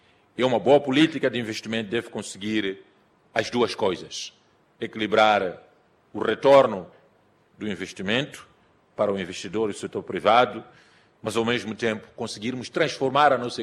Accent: Mozambique

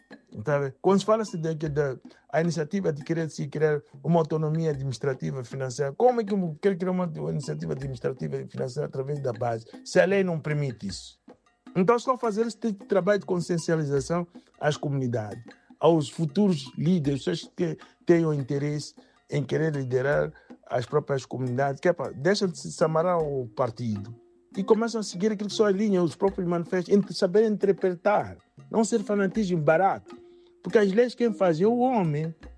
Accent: Mozambique; Bem, como moçambicano também, para dizer que o sangue do moçambicano, dá cor sempre nas minhas veias.

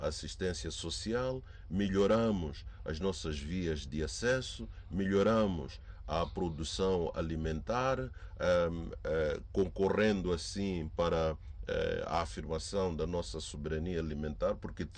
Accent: Mozambique

